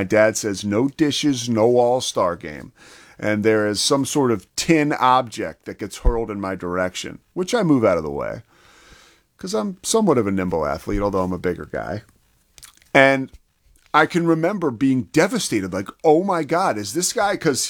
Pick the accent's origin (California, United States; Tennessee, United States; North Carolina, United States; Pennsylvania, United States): Pennsylvania, United States; Philadelphia; And I'm from Philadelphia